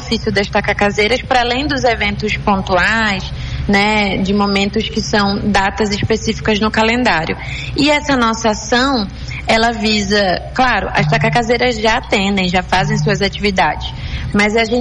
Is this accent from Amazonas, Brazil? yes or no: yes; Manaus, Amazonas, Brazil